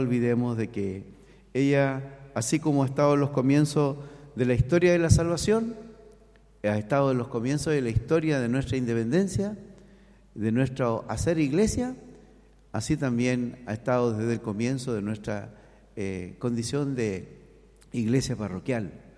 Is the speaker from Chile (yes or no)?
yes; Chile